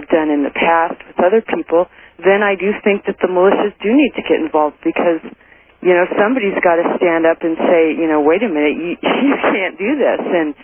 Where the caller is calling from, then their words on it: Washington, United States; I actually live in Washington. I'm in Montana right now.